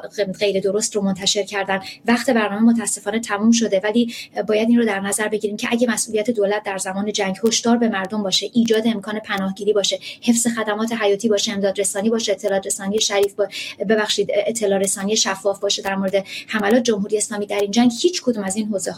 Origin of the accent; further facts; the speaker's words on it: Iran; ماهایی که در ایران سالها رو بزرگ شدیم ما در زیرزمین خونه های خودمون که انقدر امن نبود در واقع پناه میگرفتیم